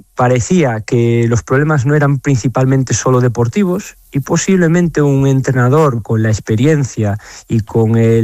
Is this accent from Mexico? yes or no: no; Galicia, Spain; No voy a responder con una pregunta como buen gallego.